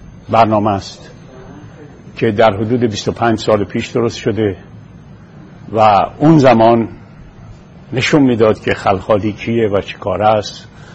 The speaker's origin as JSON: {"language": "Persian", "country": "Iran", "moved": "yes", "said": "ما از وقتی از ایران اومدیم بیرون در خارج از کشور،"}